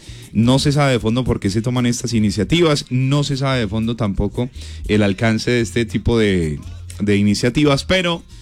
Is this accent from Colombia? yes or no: yes; Colombia; Finalmente somos colombianos.